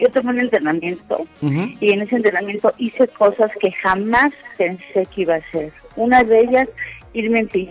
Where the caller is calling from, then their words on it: Ecatepec, Morelos, Mexico; Ahorita desde Ecatepec, pero normalmente te escucho de Ecatepec.